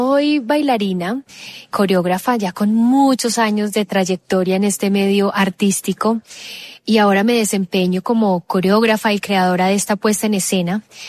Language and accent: Spanish; Colombia; como somos los colombianos y como es nuestro país.